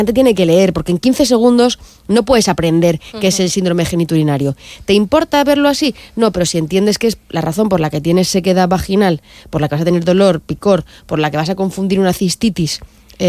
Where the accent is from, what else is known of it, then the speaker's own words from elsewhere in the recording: Cuenca, Castilla-La Mancha, Spain; Bueno, yo soy de Cuenca, mi pueblo se dice o la gran sequía o la gran remoja.